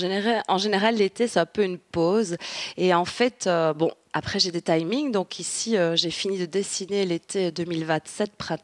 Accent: Belgium; Malheureusement, on est belge, donc l'été est court chez nous.

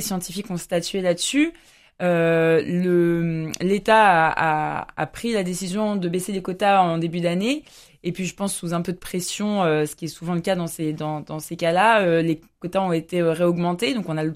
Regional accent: Normandy, France; moved away; je suis normande

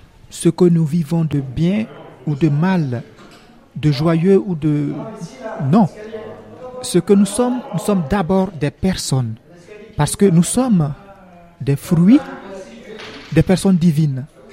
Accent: Côte d’Ivoire; now in Bétharram, France; religieux prêtre du Sacré-Cœur de Jésus de Bétaram. Je suis ivoirien d'origine et en mission actuellement en France

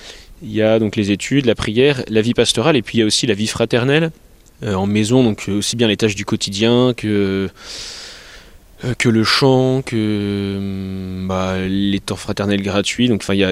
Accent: Épernay, Grand Est, France; Enfin, donc j'ai grandi à Épernay, mais j'ai peu participé à la vie paroissiale.

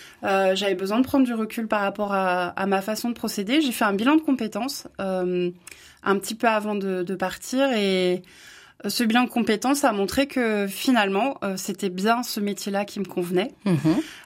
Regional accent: Brest, Brittany, France; moved away as an adult

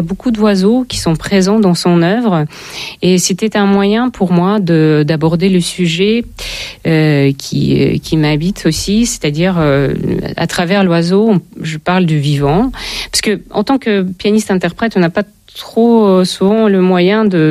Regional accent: Ukraine; C'est un orchestre et le chef d'orchestre que j'ai écouté tellement de fois quand j'étais gamine en Ukraine.

